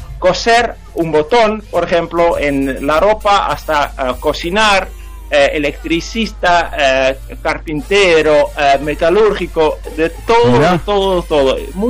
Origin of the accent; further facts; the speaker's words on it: Aalsmeer, North Holland, Netherlands; Spanish is a second language; moved away as an adult; now in Canelones, Uruguay; nací en Holanda, y parte que en donde yo nací era sobre la costa. Entonces, un lugar muy famoso por los tulipanes de Holanda, y entre los tulipanes nací yo.